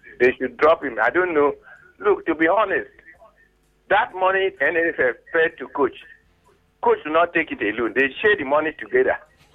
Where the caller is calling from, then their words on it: Nigeria; I'm calling from Okeda.